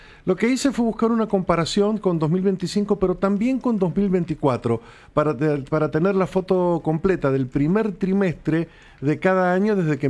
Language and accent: Spanish; Mendoza, Argentina; 1.069.000 somos los habitantes del Gran Mendoza